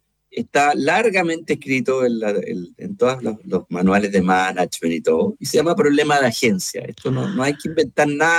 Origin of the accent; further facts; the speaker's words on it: Chile; born there; yo soy chileno y tengo RUT y nací aquí orgulloso